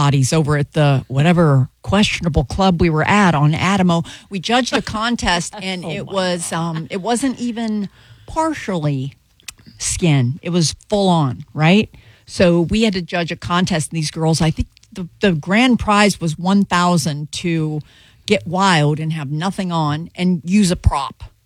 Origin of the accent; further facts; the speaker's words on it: St. Louis, Missouri, United States; This is where the Midwest gets wild. I'm from St. Louis.